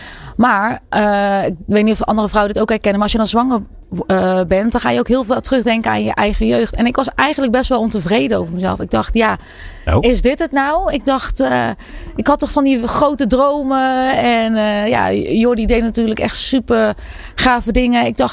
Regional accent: Kosovo; now in Netherlands; Want ik kom dan als sprong uit Kosovo. En bij ons word je echt heel erg geleerd van... je moet een vaste baan en je moet werk hebben.

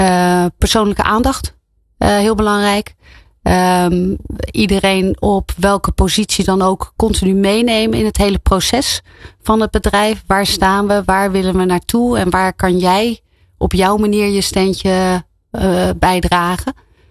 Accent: Rotterdam, South Holland, Netherlands; Ik kom uit Rotterdam.

